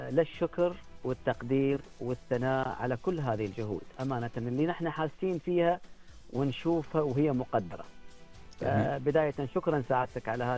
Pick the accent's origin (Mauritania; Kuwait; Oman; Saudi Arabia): Oman; أي سائح أو أي نقول نحن مواطن عماني يجي من داخل عمان إلى محافظة البريمي